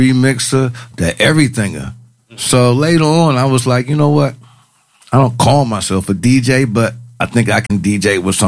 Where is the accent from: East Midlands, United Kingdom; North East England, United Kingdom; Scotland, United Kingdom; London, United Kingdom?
London, United Kingdom; accent: British; I got the accent, but man, I'm a Londoner. I got the accent.